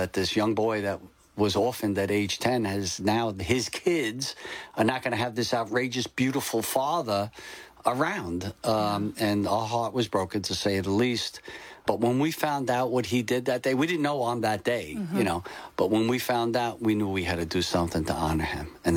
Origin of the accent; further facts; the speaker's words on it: Staten Island, New York, United States; We're all from Staten Island